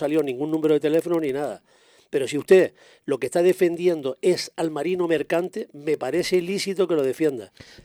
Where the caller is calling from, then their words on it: Canary Islands, Spain; los canarios somos inmorales.